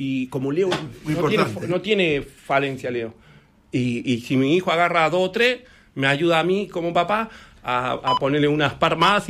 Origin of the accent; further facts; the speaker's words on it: Córdoba, Argentina; yo soy de Barrio Arenales, Córdoba, y no llegué a jugar en la primera de Barrio Arenales.